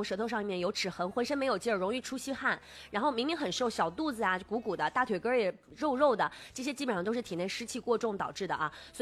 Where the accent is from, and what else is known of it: China